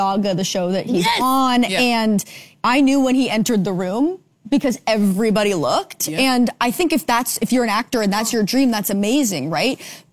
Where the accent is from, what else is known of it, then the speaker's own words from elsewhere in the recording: Canada; Especially as a Canadian actor, generally speaking, a lot of my friends that are actors